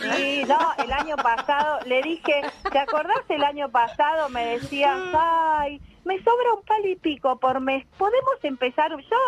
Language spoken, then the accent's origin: Spanish; Buenos Aires, Argentina; moved away as an adult; now in Merlo, San Luis, Argentina; Soy porteña, nacida en Parque de los Patricios, hincha de Huracán.